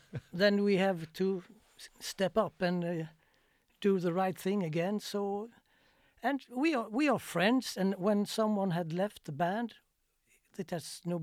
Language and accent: English; Gothenburg, Västra Götaland, Sweden; we would just want to tell the whole Sweden, rest of Sweden, that we are from Gothenburg.